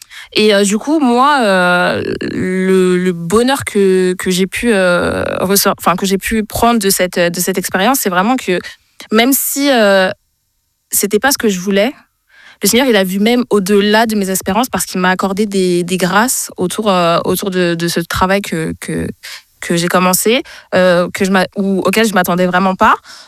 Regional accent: Île-de-France, France; Je viens de la région parisienne.

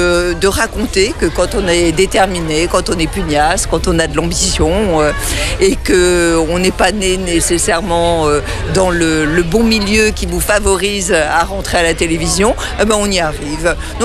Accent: Brittany, France

